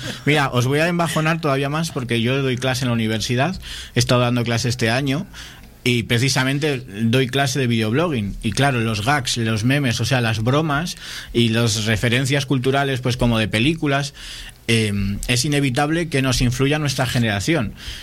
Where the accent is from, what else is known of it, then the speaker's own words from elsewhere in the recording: Laredo, Cantabria, Spain; Oh, pues yo soy de Laredo, ah, yo también.